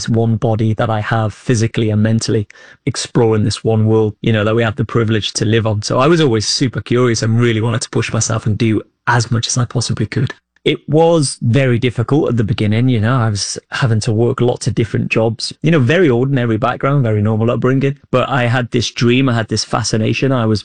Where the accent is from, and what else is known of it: Old Colwyn, Wales, United Kingdom; born or raised there